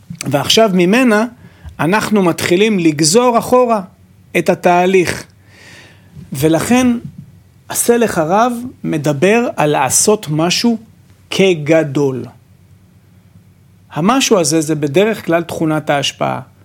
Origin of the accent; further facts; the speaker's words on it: Latvia; אני מלטביה